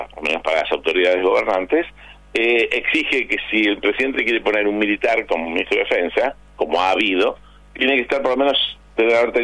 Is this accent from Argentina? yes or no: yes; Argentina; obviamente que me gusta más, como veterano y como argentino.